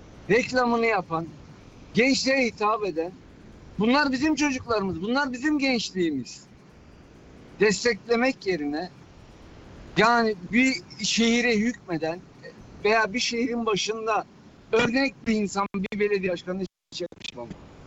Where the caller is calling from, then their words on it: Berlin, Germany; Berlin'den arıyorum.